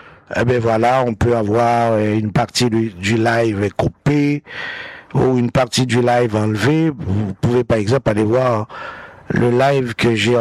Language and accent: French; Port-au-Prince, Ouest, Haiti; La vie d'hier quand j'étais à Port-au-Prince, dans ma terre natale.